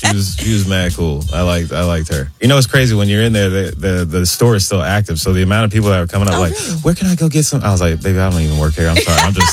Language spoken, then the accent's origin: English; North Carolina, United States; moved away as an adult; also born or lived in Greensboro / Raleigh; now in Brooklyn, United States; I grew up in Greensboro and Raleigh.